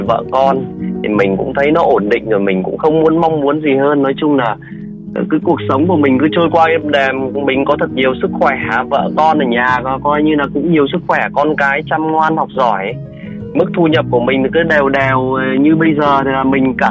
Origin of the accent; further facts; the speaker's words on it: Hanoi, Vietnam; mình đến từ Hà Nội.